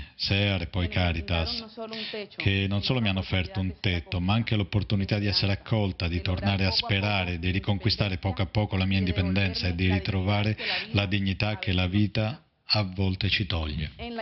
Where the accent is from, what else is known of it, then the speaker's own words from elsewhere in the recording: Colombia; moved away as an adult; sono colombiano, 48 anni. Sono arrivata 3 anni fa lasciando la mia famiglia e mio figlio